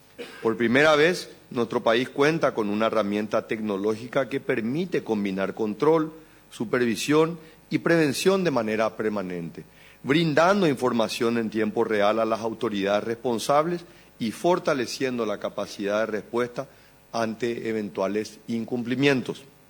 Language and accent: Spanish; Paraguay; como un paraguayo orgulloso de nuestra nación